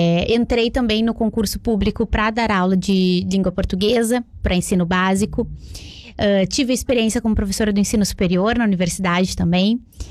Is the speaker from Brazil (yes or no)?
yes; Restinga Seca, Rio Grande do Sul, Brazil; born there; eu não sou natural de Restinga Seca, mas eu tenho uma relação muito grande com Restinga Seca, né? Porque eu vim morar aqui ainda criança, e quando eu não morava aqui, todas as minhas férias eram na casa da minha avó